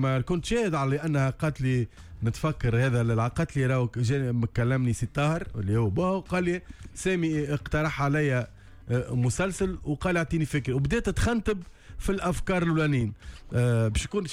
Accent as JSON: {"language": "Arabic", "country": "Egypt", "said": "أنا مصري وقفت في ذلك في أول آخر وآخر ثمانينات أول التسعينات كهما."}